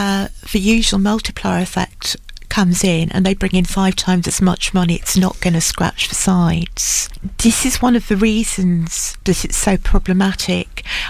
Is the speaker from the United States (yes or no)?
no; Manchester, North West England, United Kingdom; I grew up in Manchester, which used to be King Cotton, you know, one of the richest cities in the world